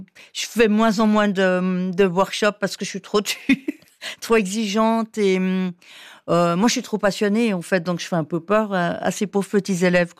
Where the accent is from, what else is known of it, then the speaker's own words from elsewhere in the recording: Valais, Switzerland; accent: Valais; si je parle à une copine valaisanne, j'ai l'accent tout de suite.